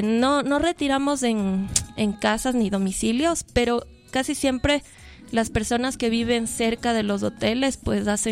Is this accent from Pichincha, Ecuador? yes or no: yes; Quito, Pichincha, Ecuador; creo que tenemos tan normalizado como quiteños, no sé, estar tan cerca de los volcanes, verlos, pero no es normal.